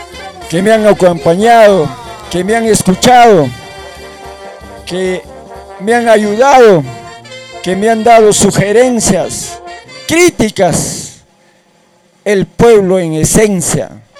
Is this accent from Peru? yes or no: yes; Huaraz, Ancash, Peru; para la región, para nuestro Huaraz y para nuestro distrito de Independencia.